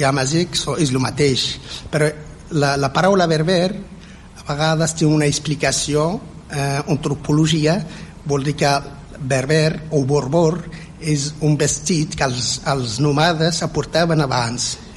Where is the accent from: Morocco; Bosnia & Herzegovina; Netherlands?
Morocco; Assamber; soc del Marroc, exactament del sud, o del sud del Marroc, del desert, soc un fill del desert. I he nascut a una zona que es diu Assamber.